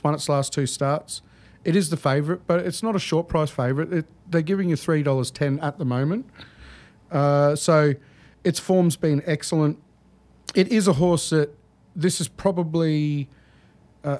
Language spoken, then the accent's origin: English; Brisbane, Queensland, Australia; growing up in Brisbane